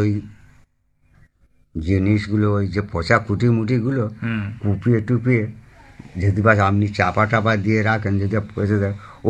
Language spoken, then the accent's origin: Bangla; Pranballavpur, West Bengal, India; born or raised there